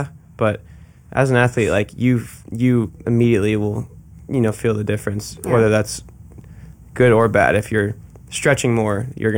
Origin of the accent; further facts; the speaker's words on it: Florida, United States; growing up in Florida